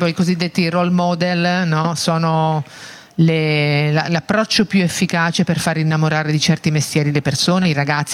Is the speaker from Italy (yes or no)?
yes; Ancona, Marche, Italy; io sono di Ancona e la cantieristica anche noi.